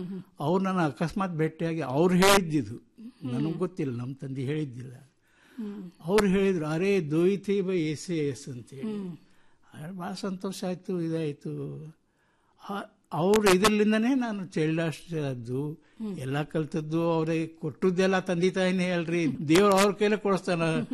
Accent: Sulibhavi, Karnataka, India; ಮೂಲ ಊರು ನಮ್ದು ಸುಳಿಭಾವಿ, ಅದು ಧಾರವಾಡ. … ಅವರು ಗದಿಗ್ನವರು, ನಮ್ಮ ತಾಯಿ ಗದಿಗ್ನಾಕಿ.

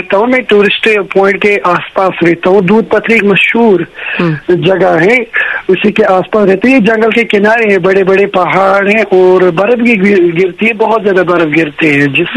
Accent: Jammu and Kashmir, India; देखिए मैं सेंट्रल कश्मीर से बात कर रहा हूँ, जिला बड़गाम में हमारा गांव पड़ता है।

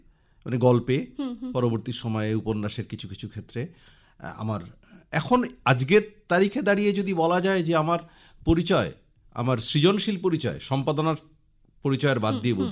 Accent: Guwahati, Assam, India; born there; moved away; also born or lived in Jalpaiguri

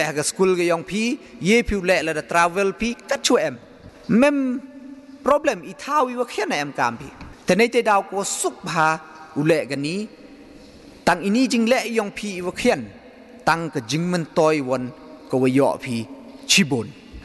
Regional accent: India; as an Indian, as a citizen of this country

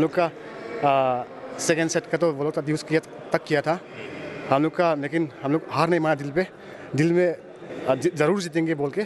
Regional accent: Fengpu, Assam, India; और मैं भी फेंगपू से हूँ।

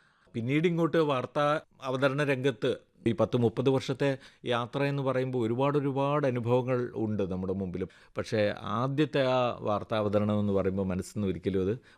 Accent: Raveeshwaram, Kerala, India

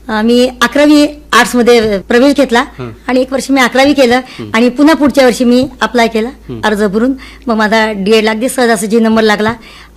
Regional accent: Akola, Maharashtra, India; moved away as an adult; now in Ambajogai, India; माझा जन्म झालेला आहे विदर्भात अकोला या ठिकाणी.

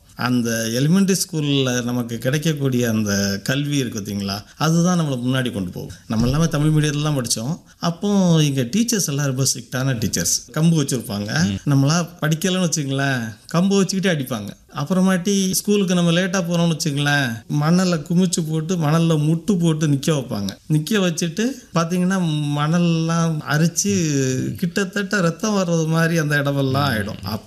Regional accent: Tamil Nadu, India; now in Puducherry, India; திருநெல்வேலி போனீங்க அப்படின்னா இன்பிட்வீன் வரக்கூடிய ஏரியா எல்லாமே பயங்கர ட்ரை லேண்டு. ஸோ அதனால் அந்த ஏரியாவில் இருந்து தான் நான் பிறந்து வளர்ந்தேன்

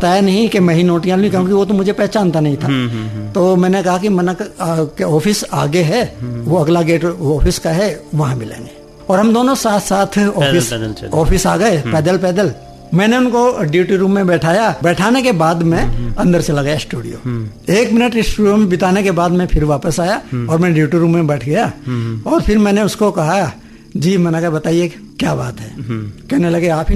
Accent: Saharanpur, Uttar Pradesh, India; आप कहाँ के रहने वाले हैं, और मैं उनको अपना ओरिजिनल यानी कि सहारनपुर का, ये उत्तर प्रदेश का

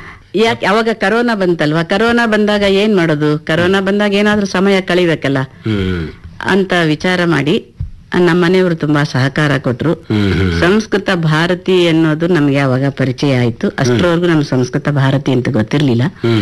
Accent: Hampi, Karnataka, India; ಹೌದು, ಬಳ್ಳಾರಿ ಜಿಲ್ಲೆ ಹಂಪೆಯಲ್ಲೇ ನಾವು ಹುಟ್ಟಿದ್ದು ಬೆಳೆದಿದ್ದು ಎಲ್ಲಾನು.

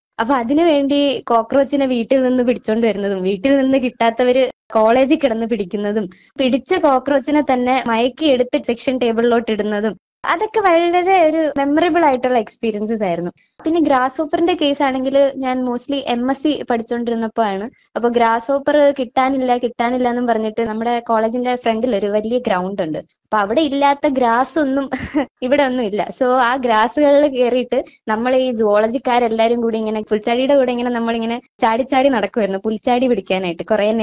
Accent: Thiruvananthapuram, Kerala, India; ഞാൻ നേമം തിരുവനന്തപുരം സ്വദേശിയാണ്.

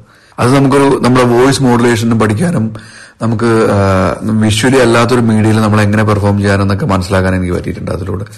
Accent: Andrott, Lakshadweep, India; ലക്ഷദ്വീപിലെ ആന്ധ്രദ്വീപ് സ്വദേശിയാണ്.

